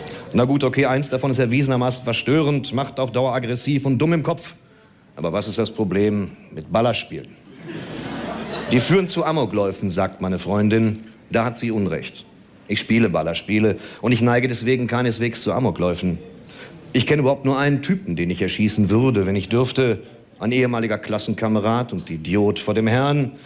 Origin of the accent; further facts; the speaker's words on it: Dortmund, North Rhine-Westphalia, Germany; Ich komme ja aus Dortmund.